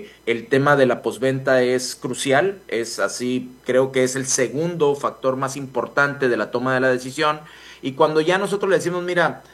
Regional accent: Mexico; Entonces, si hablamos de marcas de donde nosotros salimos, nuestras universidades como ingenieros mexicanos van en conjunto con estas marcas

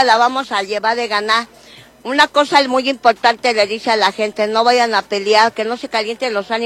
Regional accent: Pachuca, Hidalgo, Mexico; Yo soy de Pachuca y vengo del mero, donde nació el fútbol

